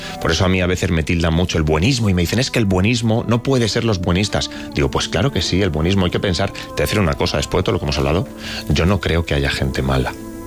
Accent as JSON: {"language": "Spanish", "town": "Elda", "region": "Valencian Community", "country": "Spain", "said": "yo soy de Elda, de Alicante"}